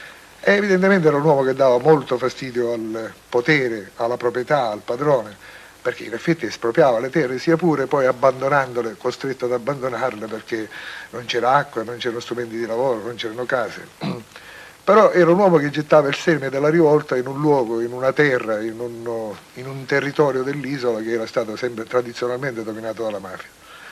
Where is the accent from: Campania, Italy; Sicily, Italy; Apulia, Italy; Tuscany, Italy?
Sicily, Italy; io da siciliano